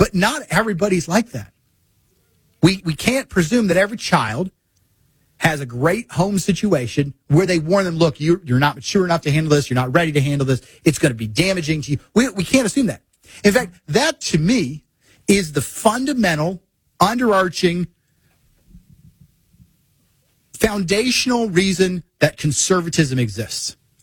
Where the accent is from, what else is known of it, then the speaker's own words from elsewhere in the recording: Missouri, United States; I'm from Missouri.